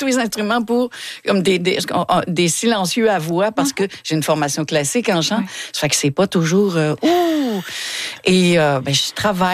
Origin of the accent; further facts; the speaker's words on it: Longueuil, Quebec, Canada; 2 octobre à Longueuil, chez moi à Longueuil.